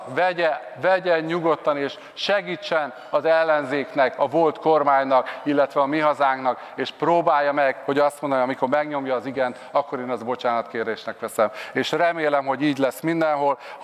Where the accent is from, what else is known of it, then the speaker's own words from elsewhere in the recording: Hidas, Baranya, Hungary; Én falun nőttem föl, Hidason